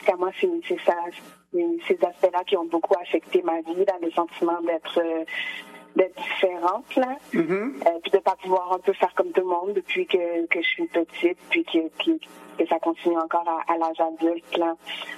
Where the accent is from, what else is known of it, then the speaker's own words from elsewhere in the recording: Quebec City, Quebec, Canada; also born or lived in Cap-Haïtien, Haiti; now in Montreal, Canada; Je suis originairement du Cap-Haïtien. J'ai grandi à Québec, puis là maintenant, je suis à Montréal. Donc, je suis un peu de différentes places.